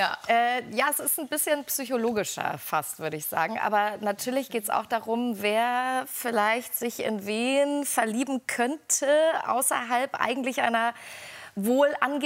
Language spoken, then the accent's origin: German; Erfurt, Thuringia, Germany; Ich bin in einem Plattenbau groß geworden in Erfurt mit meiner alleinerziehenden Mama und mit meiner Schwester.